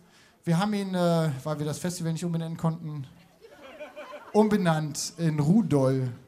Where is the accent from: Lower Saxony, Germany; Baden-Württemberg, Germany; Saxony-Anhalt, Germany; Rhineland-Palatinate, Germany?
Saxony-Anhalt, Germany; Halle; Wir sind aus Halle an der Saale. Das liegt in Sachsen-Anhalt.